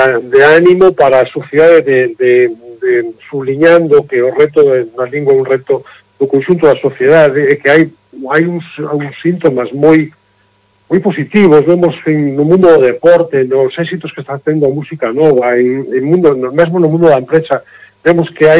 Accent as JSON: {"language": "Spanish", "region": "Galicia", "country": "Spain", "said": "una tradición que nos define como gallegos"}